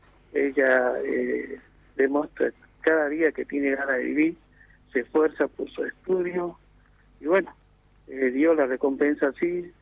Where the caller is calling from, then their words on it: General Enrique Mosconi, Salta, Argentina; Nosotros somos del interior, somos de General Enrique Mosconi